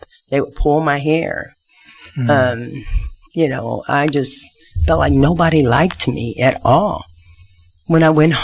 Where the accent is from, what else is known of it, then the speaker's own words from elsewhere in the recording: Evansville, Indiana, United States; also born or lived in Henderson, Kentucky; I am the oldest of two girls. Both my parents decided to move to Evansville. And we were raised here.